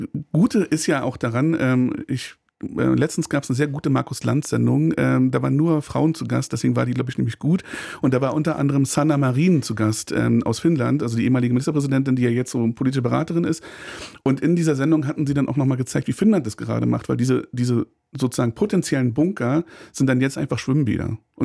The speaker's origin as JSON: {"language": "German", "region": "Berlin", "country": "Germany", "tie": "born or raised there", "said": "ich bin ja hier in Ost-Berlin aufgewachsen"}